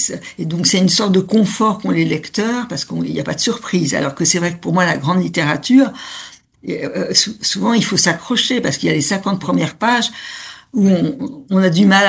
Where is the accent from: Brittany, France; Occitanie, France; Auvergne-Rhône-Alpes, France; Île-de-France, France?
Île-de-France, France; Paris; une fille de la rive gauche, mais aussi enfin, de la campagne, parce qu'il y a, dans mon enfance, j'étais beaucoup à Grosroux, qui est pas loin de Montfort-l'Amaury